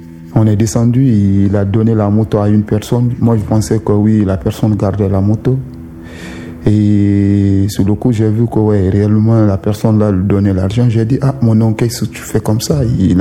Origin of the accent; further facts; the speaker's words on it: Conakry, Guinea; Je suis guinéen d'origine, guinéen de Conakry.